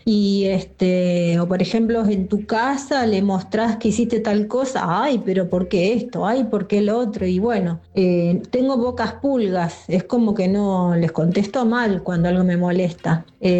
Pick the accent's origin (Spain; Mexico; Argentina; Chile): Argentina; Zárate, Buenos Aires Province; Hola equipo, hola audiencia, ¿qué tal? … de Zárate.